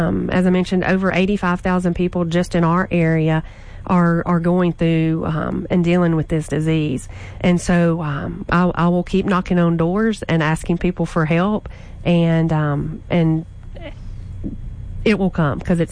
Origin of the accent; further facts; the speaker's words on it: Logansport, Louisiana, United States; So we're going to Logansport tomorrow, which is my hometown, and we're kind of starting there.